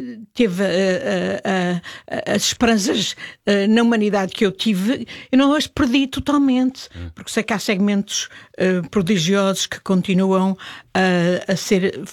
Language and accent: Portuguese; Portugal; nós temos qualidades como portugueses e que temos um país lindíssimo